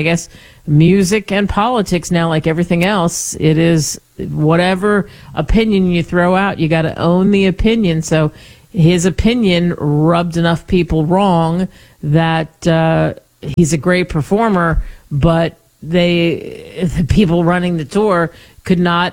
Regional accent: Pennsylvania, United States; I grew up outside of Philadelphia.

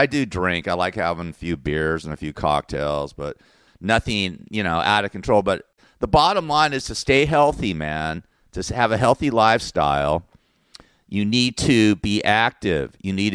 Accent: Agoura, California, United States; My buddy, who I grew up with in Agora, Westlake Village, known him for over 50 years, moved down to Oceanside.

